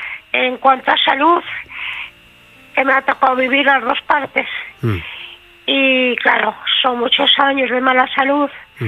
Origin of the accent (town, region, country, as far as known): Santander, Cantabria, Spain